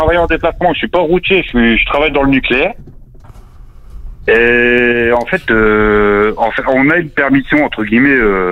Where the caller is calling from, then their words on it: Maubeuge, Hauts-de-France, France; moi, je suis de Maubeuge de base.